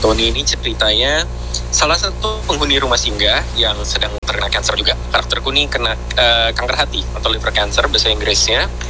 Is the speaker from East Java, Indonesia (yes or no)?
yes; Surabaya, East Java, Indonesia; Aku arek Surabaya loh.